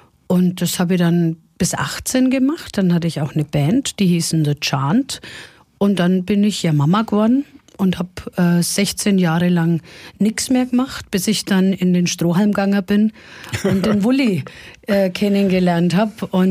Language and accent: German; Almoshof, Bavaria, Germany; Da habe ich bei der Kirchweih in Almershof, wo ich herkomme, in der Losbude 2 Gitarren gewonnen